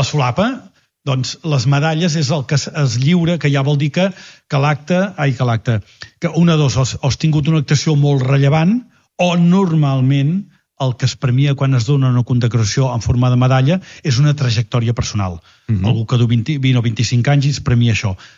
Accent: Mataró, Catalonia, Spain; Són la festa major de la Mercè, que sóc de Mataró.

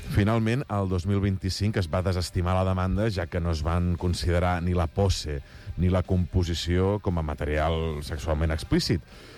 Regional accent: Reus, Catalonia, Spain; jo sóc de Reus

